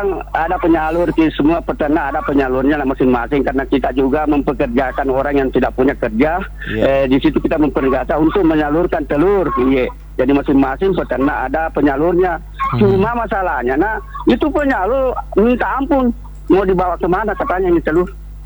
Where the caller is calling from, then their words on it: South Sulawesi, Indonesia; Mentan itu kan orang kita-kita juga, orang Sulawesi Selatan